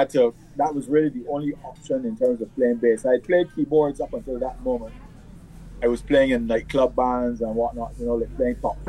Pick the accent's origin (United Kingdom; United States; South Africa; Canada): United Kingdom; England; born there; I was born in England, actually.